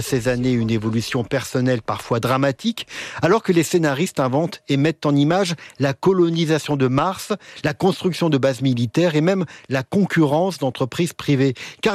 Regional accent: France; Je viens de l'Hexagone.

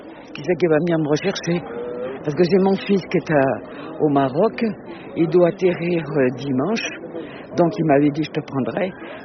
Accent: Isigny-sur-Mer, Normandy, France; Je viens d'Isigny.

